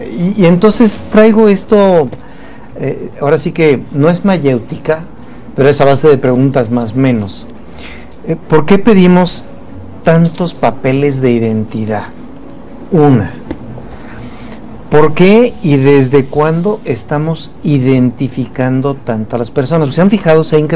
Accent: Querétaro, Mexico; aquí en mi querido Pueblétaro. Sí, los que somos oriundos de Querétaro sabemos a qué me refiero.

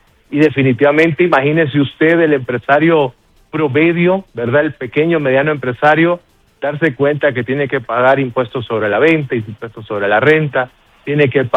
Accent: Honduras; nosotros como hondureños

